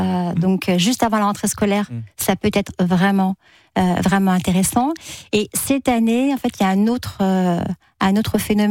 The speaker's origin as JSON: {"language": "French", "region": "Brittany", "country": "France", "said": "je suis bretonne, donc les Bretons ne m'en voudront pas. En Bretagne, il a pu pleuvoir."}